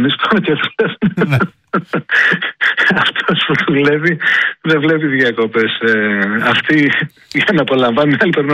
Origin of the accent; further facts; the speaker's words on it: Igoumenitsa, Epirus, Greece; εγώ είμαι από την Οικουμενίτσα.